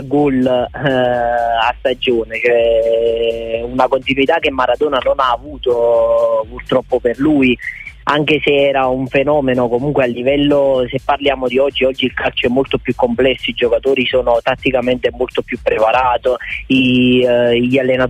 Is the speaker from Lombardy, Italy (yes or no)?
no; Naples, Campania, Italy; io sono napoletano...